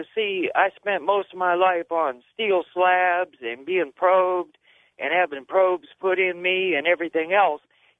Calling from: Ohio, United States; from Ohio.

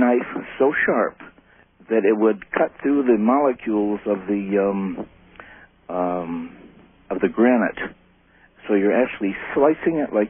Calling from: Michigan, United States; I'm calling from Michigan.

